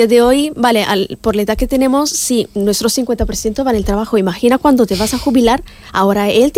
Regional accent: Italy; Spanish is a second language; moved away as an adult; nació cuando soy italiana, me mudé aquí hace 3 años

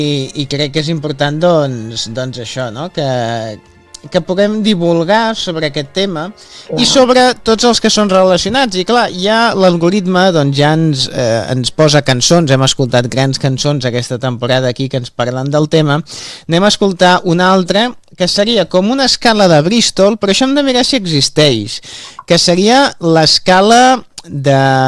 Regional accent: Constantí, Catalonia, Spain; som de Constantí, són del meu país, com les avellanes

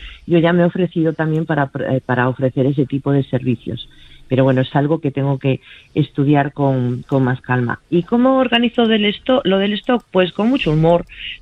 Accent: Galicia, Spain; also born or lived in Madrid; Yo soy gallega, he estado 5 años fuera en Madrid, pero el resto de mi vida la he vivido en Galicia

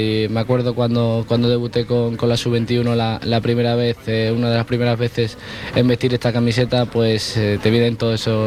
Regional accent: Extremadura, Spain; he sentido muy, muy querido en Extremadura, la verdad. También cuando tengo la oportunidad de ir a mi pueblo, toda esa gente que te arropa

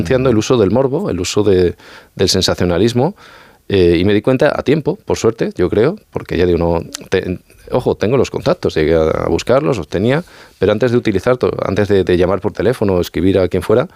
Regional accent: Extremadura, Spain; Yo vengo de la Sierra de Gata, hasta el norte de Cáceres, o la zona de La Vera, o cualquier zona, cualquier otra comarca rural de Extremadura

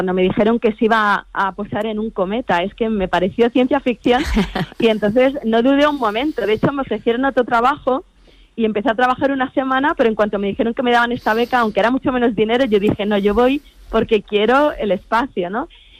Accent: Madrid, Community of Madrid, Spain; Lo cierto es que, bueno, yo soy de Madrid, como he comentado, perdón

